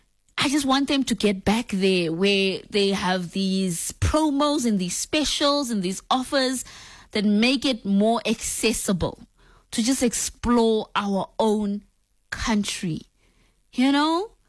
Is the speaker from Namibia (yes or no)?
yes; Lüderitz, ǁKaras, Namibia; it's probably my hometown, number one, Luderitz, down south, because it's in such a corner. There's one way in, one way out.